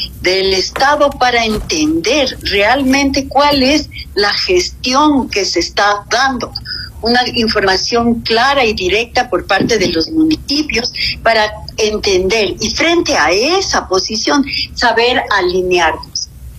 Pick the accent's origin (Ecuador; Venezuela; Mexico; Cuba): Ecuador